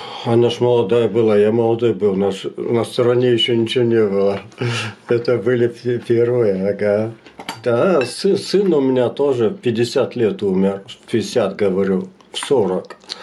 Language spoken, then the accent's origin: Russian; Kazakhstan; moved away as an adult; now in Russia; Ну, родился я в 52-м году в Казахстане. На поселении был под комендатурой рожденный ягаик, и сейчас я как репрессированный немец, да.